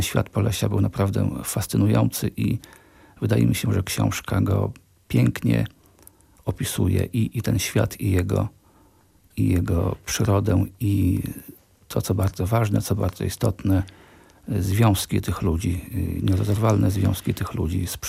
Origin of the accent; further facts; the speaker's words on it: southern Podlasie, Poland; z moimi rodzinnymi stronami, aczkolwiek no to wiadomo, że południowe Podlasie współczesne